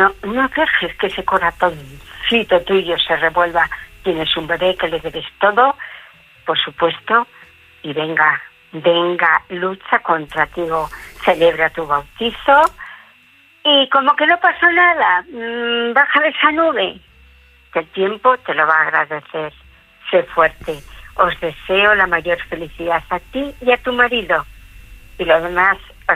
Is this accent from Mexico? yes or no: no; León, Castile and León, Spain